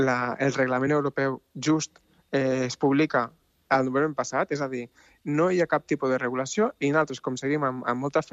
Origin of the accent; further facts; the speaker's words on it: Tarragona, Catalonia, Spain; Bueno, jo sóc de Tarragona, eh? Però jo estic vivint al País Basc i per tant, hem tocat el tema una mica com a personal, no?